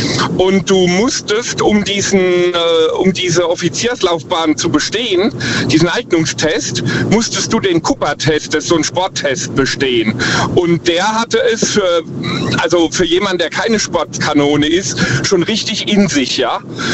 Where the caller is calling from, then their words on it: Ruppertsberg, Rhineland-Palatinate, Germany; Ich komme aus der Ecke Ruppertsberg.